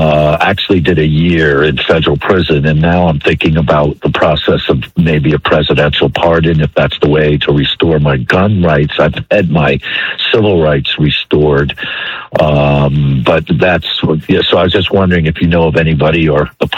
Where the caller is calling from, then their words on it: Clearwater, Florida, United States; Clearwater.